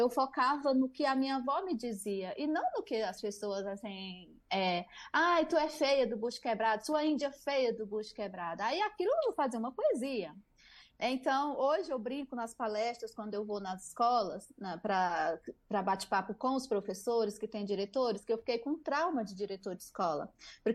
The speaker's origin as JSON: {"language": "Portuguese", "region": "Northeast Region", "country": "Brazil", "said": "nós que somos nordestinas, mulheres, eu que sou uma mulher indígena, nordestina e sapatão"}